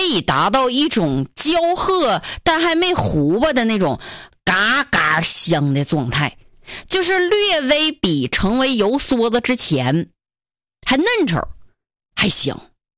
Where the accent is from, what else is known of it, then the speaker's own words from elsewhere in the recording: Dunhua, Jilin, China; 我作为延边州出来的敦化市的姑娘啊，土生土长的敦化姑娘